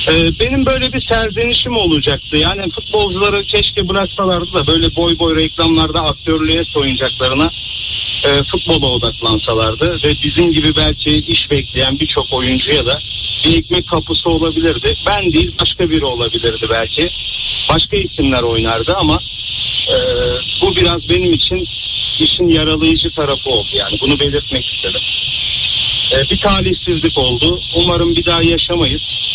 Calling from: Istanbul, Turkey; İstanbul'dan katılıyorum programa.

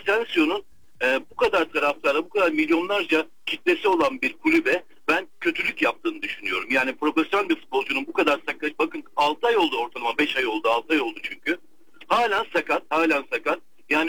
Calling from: Istanbul, Turkey; İstanbul'dan

